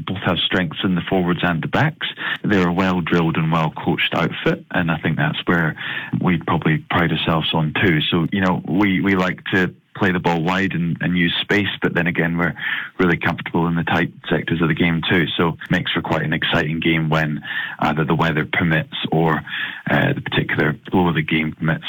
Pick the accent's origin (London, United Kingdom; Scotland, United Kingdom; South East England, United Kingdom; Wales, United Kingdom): Scotland, United Kingdom; Yeah, well, I'm from Scotland, as you potentially could tell, so yep. I'm kind of born in the wet weather.